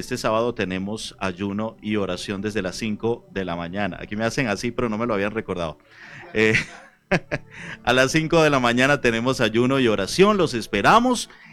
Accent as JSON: {"language": "Spanish", "country": "Colombia", "said": "tendremos un festival típicos de mi tierra."}